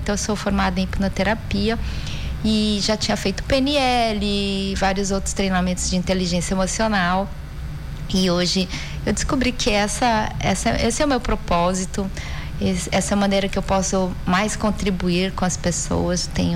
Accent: Londrina, Paraná, Brazil; born there; moved away as an adult; also born or lived in Campo Grande; now in Manaus, Brazil; eu sou paranaense, nascida em Londrina, olha, Paraná.

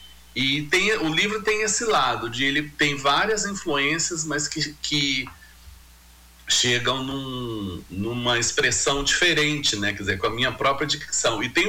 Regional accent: Rio Branco, Acre, Brazil; Eu sou de Rio Branco mesmo.

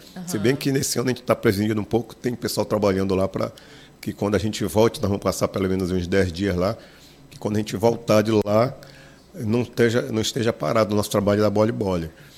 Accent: Pará, Brazil; a gente, como é daqui da Amazônia, daqui do Pará, pertinho aqui do Marajó, que a gente conhece um pouco, né, dessa nossa história, da nossa, essa nossa pegada, o nosso sotaque

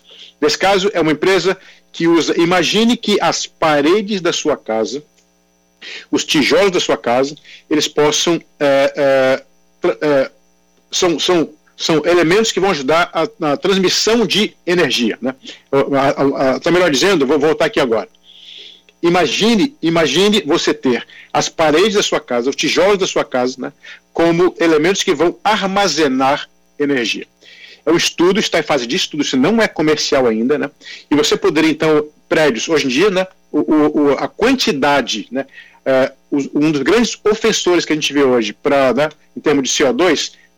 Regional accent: Brasília, Federal District, Brazil; now in United States

